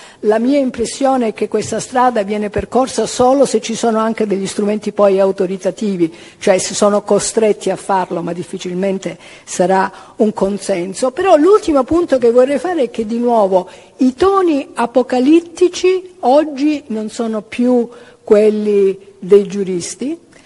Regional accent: Calabria, Italy; Ora, siccome io, come quelli di voi che mi conoscono, sono calabrese

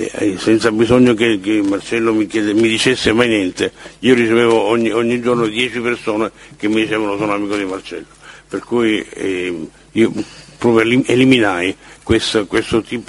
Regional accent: Sicily, Italy; essendo siciliano come Dell'Utri

